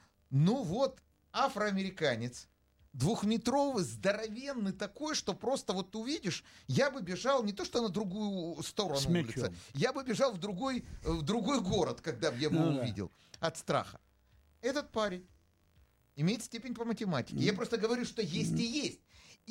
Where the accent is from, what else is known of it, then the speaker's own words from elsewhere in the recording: Ukraine; Да, я с Украины, и все.